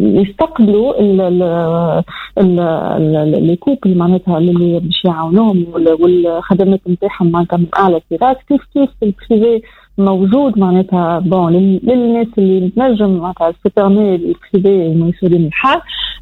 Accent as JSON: {"language": "Arabic", "country": "Tunisia", "said": "ربي يحفظ لنا بلادنا تونس"}